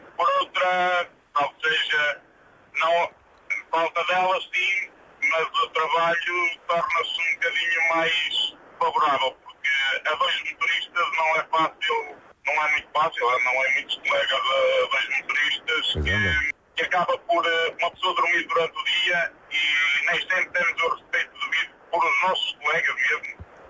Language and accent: Portuguese; Castro Daire, Viseu, Portugal; Eu sou de Castro Daire.